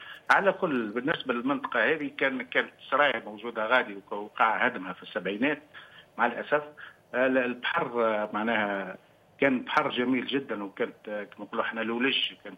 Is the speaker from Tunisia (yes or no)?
yes; Sousse, Sousse Governorate, Tunisia; والله احنا سكان قدم، من مجموعه سكان قدم، معنا مئات سنين تعز علينا المنطقه نتاعنا، وسيدي عبد الحميد معنا في لمحه حر جميل جدا، معنا يربط بين ولايتين، ولايه المنستير